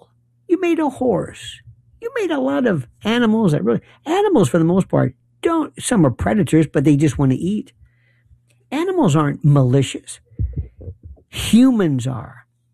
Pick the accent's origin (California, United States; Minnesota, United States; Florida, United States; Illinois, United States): Florida, United States; I'm from Florida. Places like Micanopy and Snaith and Tuaig and Polk County, Grady Judd.